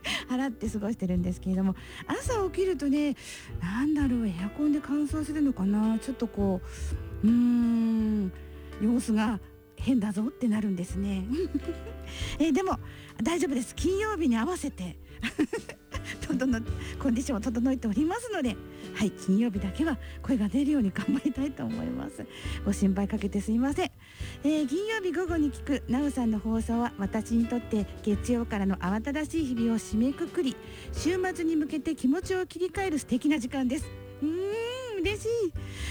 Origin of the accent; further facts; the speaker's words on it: Ibaraki, Japan; 私たち茨城県民もね、震災を経験してますからね、